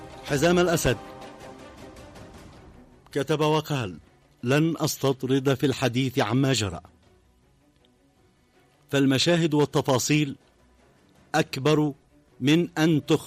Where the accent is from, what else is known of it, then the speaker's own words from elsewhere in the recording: Sanaa, Amanat Al Asimah, Yemen; عندنا في صنعاء